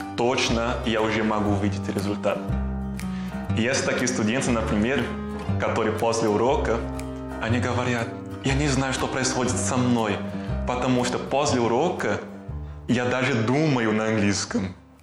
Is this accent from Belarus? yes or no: no; Brazil; Russian is a second language; now in Russia; мне 28 лет, и я из Бразилии.